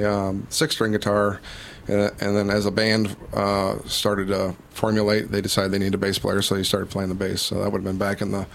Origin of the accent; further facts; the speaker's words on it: Arcadia, United States; I'm from Arcadia. We host the event at our property there in Arcadia, and I help make it happen.